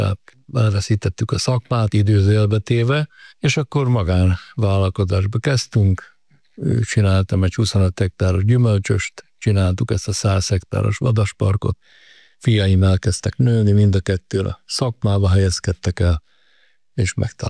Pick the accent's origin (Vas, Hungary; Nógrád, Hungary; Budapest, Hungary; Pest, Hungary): Nógrád, Hungary; Nagybátony; moved away as an adult; also born or lived in Mátra; now in Börzsöny, Hungary; Hát a Nógrád megyének a keleti végéből származom, nagybátonyi vagyok, a gyerekkoromat Zajdorónál az erdő közepén töltöttem